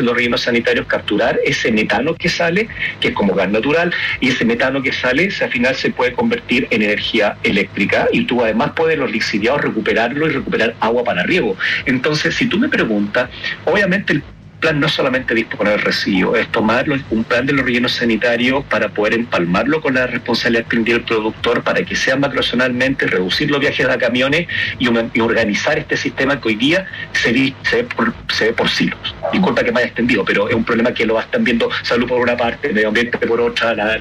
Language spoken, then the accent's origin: Spanish; Iquique, Tarapacá, Chile; Te digo al tío, yo soy de Iquique. El comportamiento de la gente de Iquique es muy distinto al comportamiento de la gente que vive en Valdivia